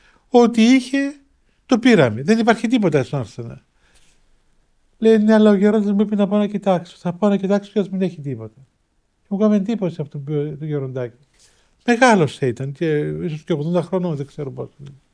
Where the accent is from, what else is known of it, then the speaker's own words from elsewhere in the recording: Cyprus; Λέω, «Τη δική του γενιά, εγώ είμαι Κύπριος, μπορείς να είναι από την Κύπρο και δεν το ξέρω